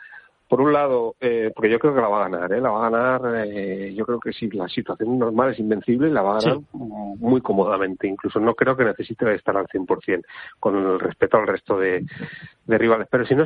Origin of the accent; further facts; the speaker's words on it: Castile and León, Spain; Perico me encantó porque es de mi tierra, de Segovia